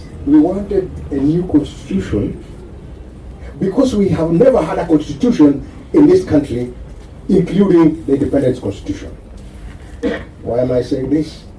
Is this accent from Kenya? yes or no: yes; Kenya; us as Kenyan people.